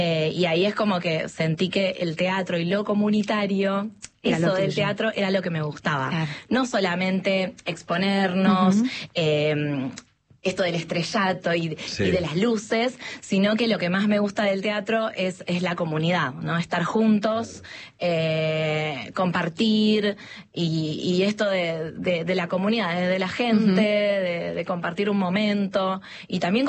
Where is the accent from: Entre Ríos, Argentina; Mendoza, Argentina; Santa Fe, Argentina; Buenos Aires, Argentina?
Buenos Aires, Argentina; Yo soy de Villa Lugano, en donde casi no hay centros culturales. No había cuando yo era chica y tampoco hay ahora.